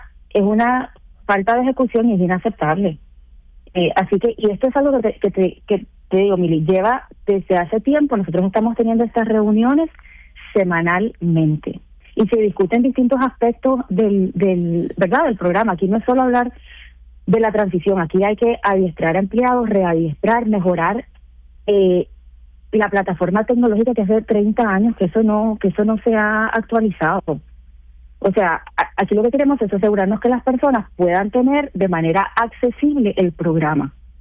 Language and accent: Spanish; Puerto Rico